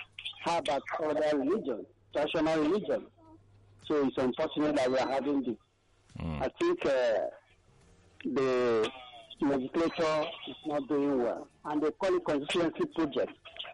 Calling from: Lagos, Nigeria; I'm calling from Abaranja in Ikotun.

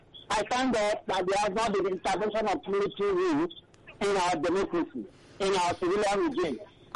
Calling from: Nigeria; I'm calling from Abang, Nigeria.

